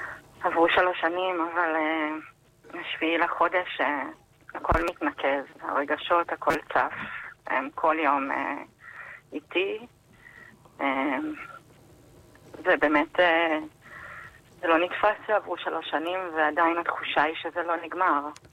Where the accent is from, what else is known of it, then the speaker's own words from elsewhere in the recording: Central Israel, Israel; אני ואחי גדלנו בעיר במרכז הארץ